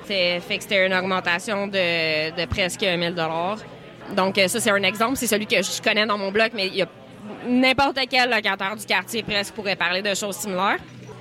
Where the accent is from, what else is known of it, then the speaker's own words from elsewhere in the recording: Montreal, Quebec, Canada; Mais moi, je suis de Ville-et-Mort et je parle majoritairement de Ville-et-Mort.